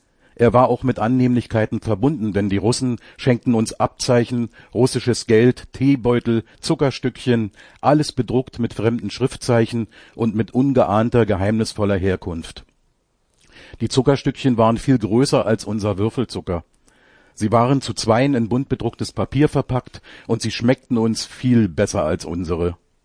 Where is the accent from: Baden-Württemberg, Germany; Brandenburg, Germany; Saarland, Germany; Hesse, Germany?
Brandenburg, Germany; Frankfurt; Meine Heimatstadt Frankfurt-Oder, gelegen an der Grenze zur Volksrepublik Polen, war Garnisonsstadt